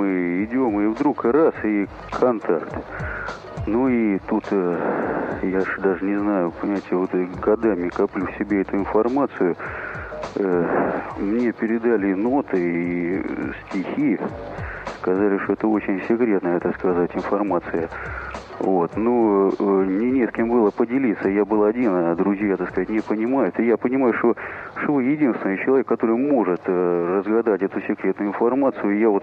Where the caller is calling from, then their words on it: Donetsk, Donetsk Oblast, Ukraine; Я из Донецка вам, так сказать, звоню.